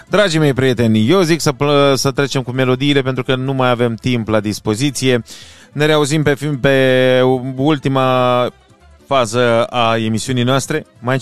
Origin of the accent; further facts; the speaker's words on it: Albineț, Fălești District, Moldova; now in Chișinău, Moldova; Eu sunt de la Albineț, dar sunt la Chișinău.